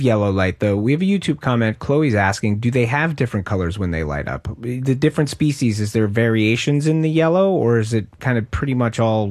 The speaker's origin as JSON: {"language": "English", "region": "Pennsylvania", "country": "United States", "tie": "born or raised there", "said": "And I grew up in a fairly rural area."}